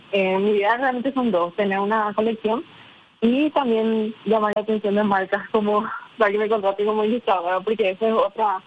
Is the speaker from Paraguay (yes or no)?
yes; Asunción, Paraguay; Sí, de Asunción, sí.